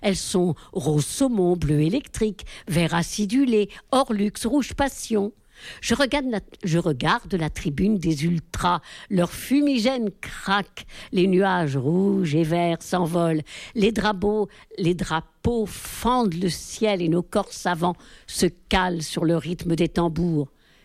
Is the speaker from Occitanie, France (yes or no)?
no; Saint-Denis, Île-de-France, France; born there; accompagné la victoire de l'équipe de France à l'issue de la finale de la Coupe du Monde à Saint-Denis, ma ville natale.